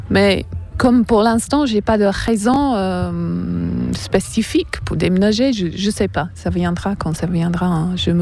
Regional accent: England, United Kingdom; French is a second language; c'est pas que je me sens plus anglaise, je suis anglaise. Hein, quand je retourne en Angleterre, je vois les Anglais, la culture anglaise, le pays, avec un peu de recul.

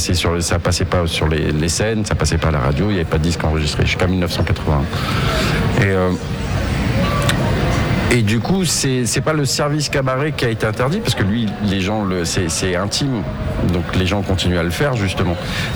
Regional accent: Réunion; now in Paris, France; quand j'ai grandi à La Réunion, le Maloya, j'ai entendu ça tout le temps, depuis très très longtemps.

